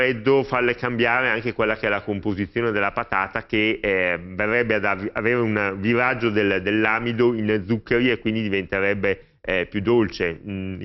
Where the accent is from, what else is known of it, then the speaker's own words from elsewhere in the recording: Brescia, Lombardy, Italy; io che sono bresciano mi ricordo della patata di Gottolengo in provincia di Brescia